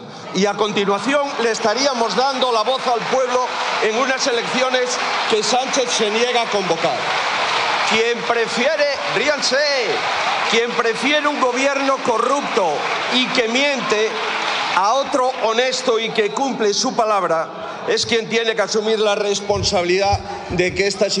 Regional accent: Spain; somos los españoles.

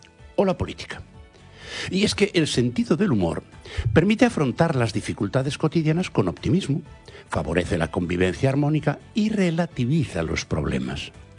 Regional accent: Galicia, Spain; mi patria chica, Galicia. En el lugar donde hasta no a mucho se creía que el mundo se acababa y no había nada más allá, non plus ultra que decían los antiguos, los gallegos somos bastante duchos en el uso de la retranca en las conversas cotidianas

